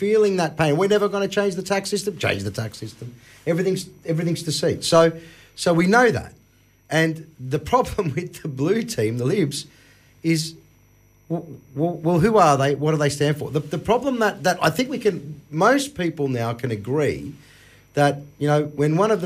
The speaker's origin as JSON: {"language": "English", "town": "Greystanes", "region": "New South Wales", "country": "Australia", "tie": "born there", "said": "I was born in Greystanes, right?"}